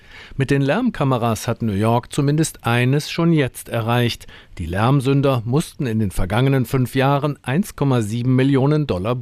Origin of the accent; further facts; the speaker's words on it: Germany; Als Deutscher sehnt man sich nach dem niedlichen Tatütata unserer Polizeiwagen.